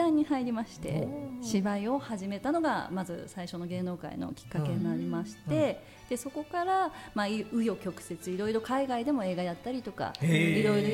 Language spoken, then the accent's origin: Japanese; Chiba, Japan; born there; あの千葉生まれなんですけど湘南に乗り込んだっていうところですね。